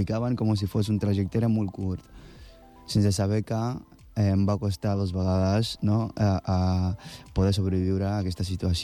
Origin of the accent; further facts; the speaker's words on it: Kumasi, Ashanti, Ghana; Catalan is a second language; moved away; Sí, jo soc d'un poble de Ghana que es diu Kumasi, i dintre d'aquest poble, doncs, el nostre dia a dia era, doncs, aixecar-se al matí, entre setmana, vas a l'escola...